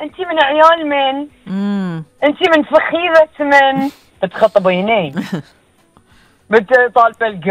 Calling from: Bahrain; أنا من البحرين، أنا سيدة بالله.

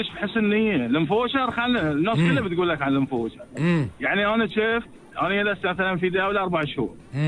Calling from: Bahrain; أنا بحريني

